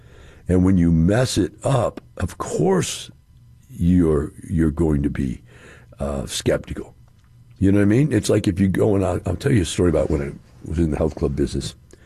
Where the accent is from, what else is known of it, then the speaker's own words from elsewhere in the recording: Missouri, United States; I'm from Missouri.